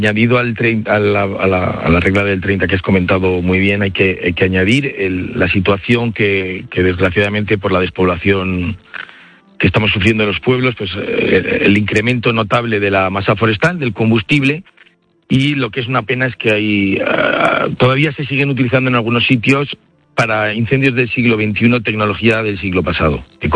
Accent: Zaragoza, Aragon, Spain

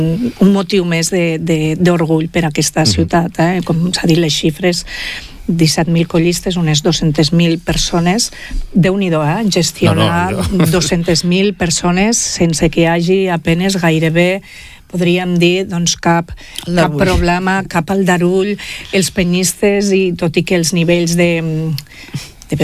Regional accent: Lleida, Catalonia, Spain; com a lleidatans i lleidatanes podem estar orgullosos

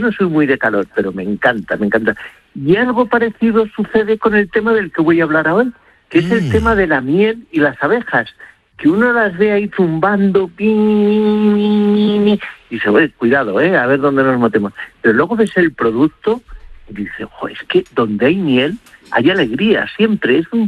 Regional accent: Castile and León, Spain

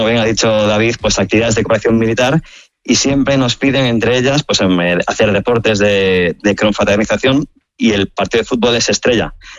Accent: Spain; Como buenos españoles sabemos jugar todos.

